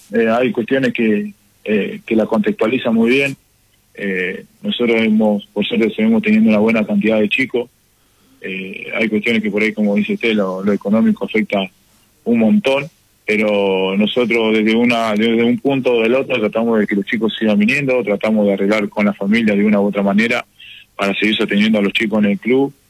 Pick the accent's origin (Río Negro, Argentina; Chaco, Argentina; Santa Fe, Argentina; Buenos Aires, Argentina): Río Negro, Argentina; Sierra Grande; moved away; yo soy de Sierra Grande